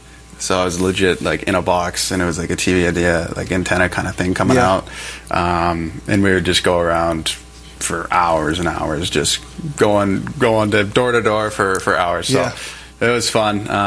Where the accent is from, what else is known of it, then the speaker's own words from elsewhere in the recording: Ottawa, Ontario, Canada; born there; also born or lived in Switzerland; it was unique for me growing up in Switzerland. My dad played over there, like you said. Kind of came back. that's great. Came back in back to Ottawa when I was about 9 years old